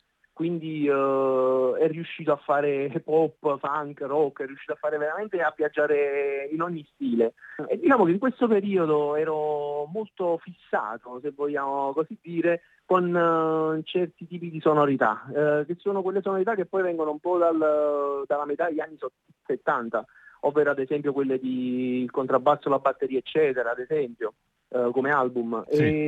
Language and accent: Italian; Naples, Campania, Italy; Poi naturalmente io nasco con i dischi di … ma non so se dire essendo napoletano o meno, però comunque amo